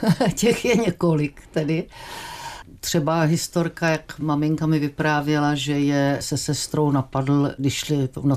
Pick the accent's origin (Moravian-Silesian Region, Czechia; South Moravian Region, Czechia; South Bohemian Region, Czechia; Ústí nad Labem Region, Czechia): South Bohemian Region, Czechia; Strakonice; born there; now in Jeseníky, Czechia; Takže to asi tahle ta oblast, Vacovsko, Vimperk, Strakonice, to je, jsem se narodila ve Strakonicích, takže to je taková oblast, no.